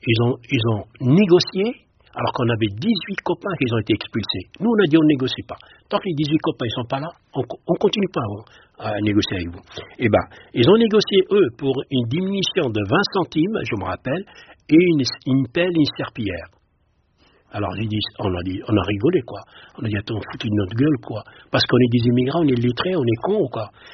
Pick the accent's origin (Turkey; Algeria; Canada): Algeria; moved away; on a quitté l'Algérie, on a pensé c'est fini, on ne les trouve plus, on les a trouvés dans le foyer.